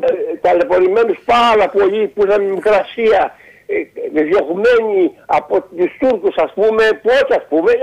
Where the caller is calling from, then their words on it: Piraeus, Attica, Greece; εγώ είμαι από τον Πειραιά.